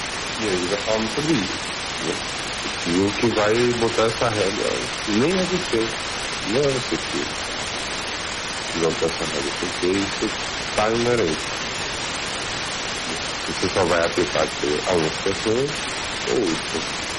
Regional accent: Northeast Brazil, Brazil; Não só de ser nordestino

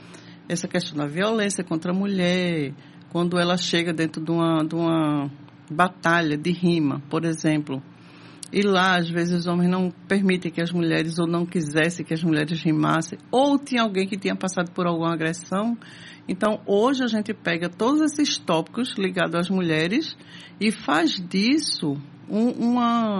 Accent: Brazil; sou brasileira

